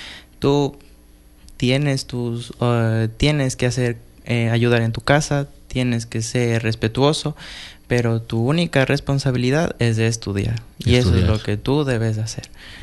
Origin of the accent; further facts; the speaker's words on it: Ecuador; sentirme orgulloso también por lo que soy, por ser ecuatoriano